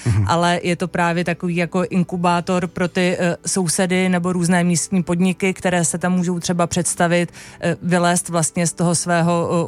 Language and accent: Czech; Pardubice, Pardubice Region, Czechia; moved away; já jsem teda původně z Pardubic